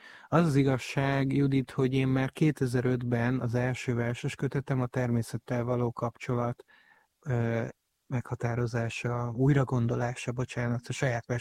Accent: Abda, Győr-Moson-Sopron, Hungary; moved away; Vidéken nőttem fel egy kis faluban, Dunántúlon, Abdán, Győr mellett

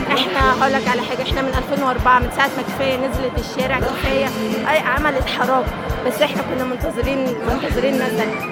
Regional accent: Egypt; جاب حكومه رجال اعمال سرقونا احنا كمصريين، ما خلوش معانا حاجه.

